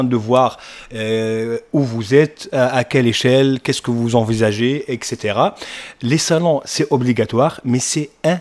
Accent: Tunisia; Moi, quand je suis en Tunisie, je suis tunisien, oui, je dis le mot Tunisie, il est déjà fort.

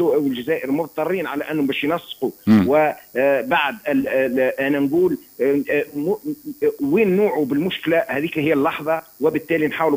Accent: Tunisia; نحن في تونس

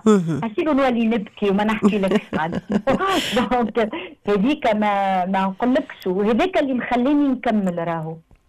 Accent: Tunisia; بلادنا تونس

